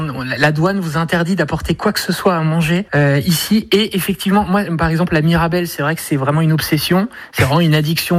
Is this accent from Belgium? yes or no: no; France; now in United States; nous en tant que Français